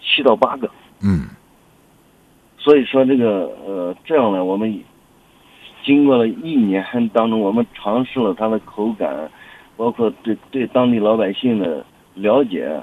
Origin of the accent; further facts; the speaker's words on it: Shandong, China; accent: Shandong; now in Aksu, Xinjiang, China; 因为我本身也是内地过来的，我山东人。